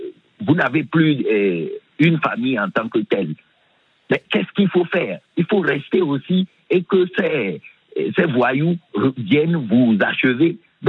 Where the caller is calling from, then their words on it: Lomé, Maritime, Togo; moi-même je suis en Afrique, plus précisément au Togo, à Lomé.